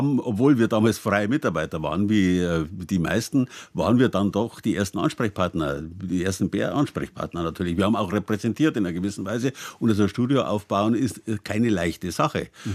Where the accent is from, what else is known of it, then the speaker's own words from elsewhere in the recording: Bavaria, Germany; Traunstein und so, das ist das Hinterland meiner Heimat sozusagen. Da bin ich als Kind schon immer hingekommen und ich habe es geliebt.